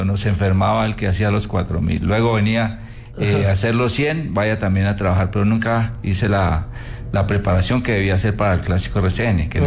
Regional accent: Boyacá, Colombia; yo soy de Boyacá

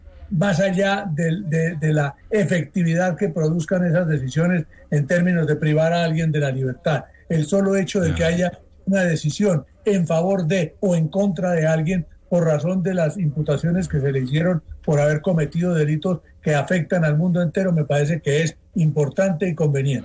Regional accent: Colombia

